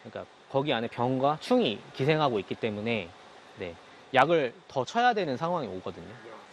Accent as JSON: {"language": "Korean", "town": "Iksan", "region": "North Jeolla", "country": "South Korea", "tie": "born or raised there", "lives_now": "Geumsan, South Korea", "said": "저는 이제 고향은 익산인데 충남이 이 스마트팜 관련해서 보조라든지 지원이 굉장히 많았어요."}